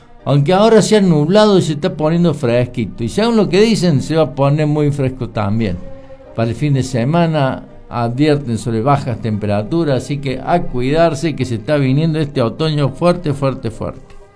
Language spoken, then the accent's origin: Spanish; Argentina; esa música ciudadana que nos identifica como argentinos aquí en el resto del mundo